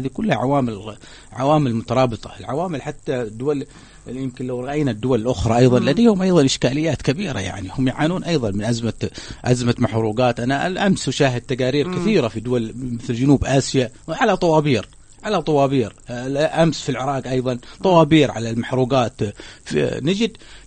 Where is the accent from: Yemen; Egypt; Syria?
Yemen; نحن عندنا في اليمن